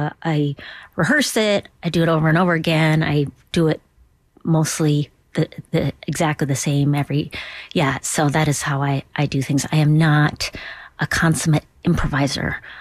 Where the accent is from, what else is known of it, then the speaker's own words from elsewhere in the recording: Duluth, Minnesota, United States; I love Minnesota and I love Duluth, especially my hometown.